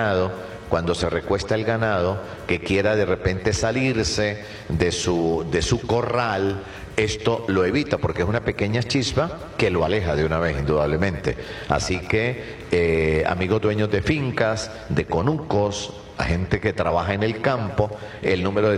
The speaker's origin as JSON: {"language": "Spanish", "country": "Colombia", "moved": "yes", "lives_now": "Venezuela", "said": "tantos colombianos, okay, yo soy también colombiano, de padres colombianos, se vinieron hacia, o nos hemos venido hacia Venezuela"}